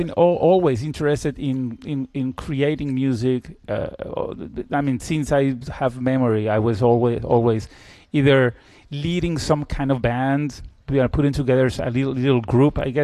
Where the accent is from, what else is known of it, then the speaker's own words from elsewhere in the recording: Caracas, Capital District, Venezuela; moved away; I was born in Venezuela, in Caracas, and Venezuela is a place where, of course, you have a lot of classical music.